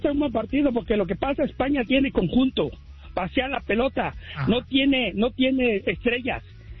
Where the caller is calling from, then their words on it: Las Vegas, Nevada, United States; De aquí de Las Vegas, aquí escuchándolos en el trabajo.